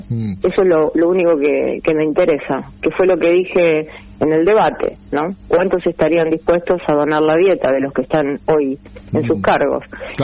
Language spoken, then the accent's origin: Spanish; Argentina; me la rebusco, como todo argentino.